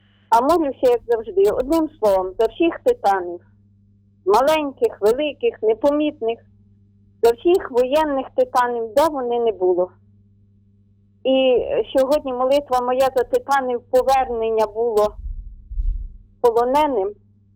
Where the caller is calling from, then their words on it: Ternopil Oblast, Ukraine; Ми з України. Тернопільщина. Село. Дуже гарне.